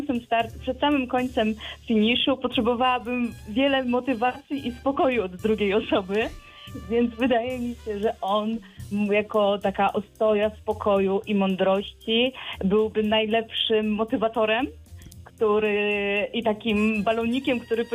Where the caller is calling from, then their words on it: Wrocław, Lower Silesian Voivodeship, Poland; ogólnie jestem z Wrocławia